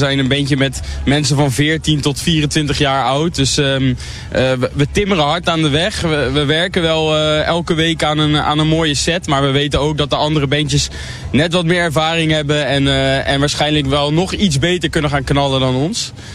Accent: Steenbergen, North Brabant, Netherlands; We komen uit Steenbergen.

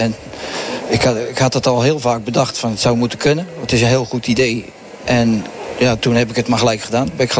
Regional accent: Middelburg, Zeeland, Netherlands; uit Middelburg.

